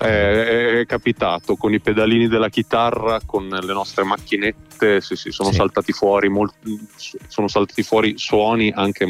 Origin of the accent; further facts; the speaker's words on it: Emilia-Romagna, Italy; Io vengo dall'Appennino reggiano